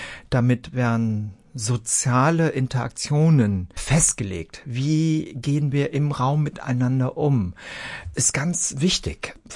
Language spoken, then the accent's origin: German; Bonn, North Rhine-Westphalia, Germany; born there; also born or lived in Aachen; Ich bin in Bonn zur Schule gegangen.